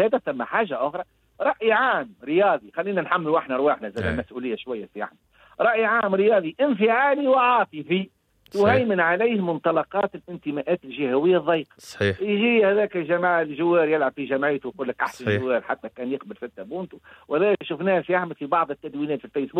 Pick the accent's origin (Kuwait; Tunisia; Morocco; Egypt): Tunisia; أنا كمواطن تونسي عايش في البيت